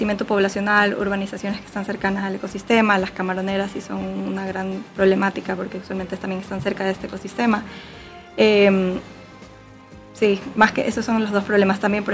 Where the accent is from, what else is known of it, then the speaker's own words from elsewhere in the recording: Guayaquil, Guayas, Ecuador; es parte de nuestra ciudad y debería ser parte de nuestra identidad como guayaquileños